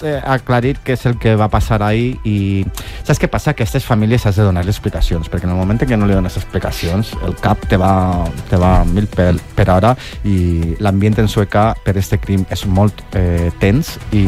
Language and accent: Catalan; Calp, Valencian Community, Spain; also born or lived in Benissa; jo sóc de Calp